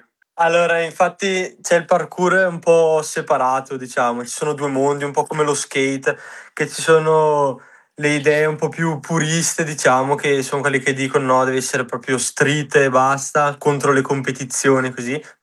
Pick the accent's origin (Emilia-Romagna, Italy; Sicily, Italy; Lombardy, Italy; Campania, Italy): Lombardy, Italy; Brescia; ho 19 anni e vengo da Brescia